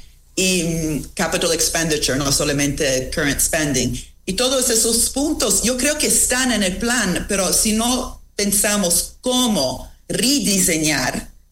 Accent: England, United Kingdom; Spanish is a second language; También en mi país, en Inglaterra, donde yo vivo

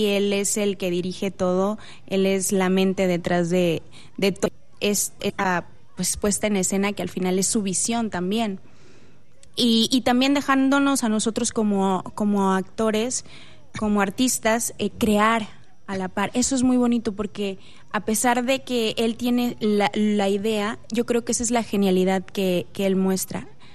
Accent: Mexico; mexicanos somos y tenemos acentos diferentes porque venimos de muchos lugares de México

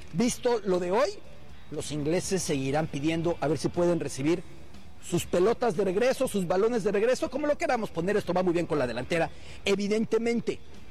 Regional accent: Mexico

